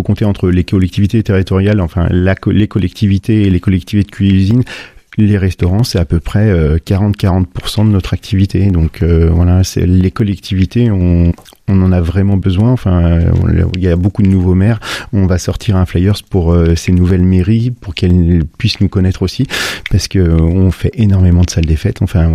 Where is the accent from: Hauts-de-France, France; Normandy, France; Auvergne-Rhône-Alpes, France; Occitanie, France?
Auvergne-Rhône-Alpes, France; now in Bourg-en-Bresse, France; Je suis originaire de la région lyonnaise, moi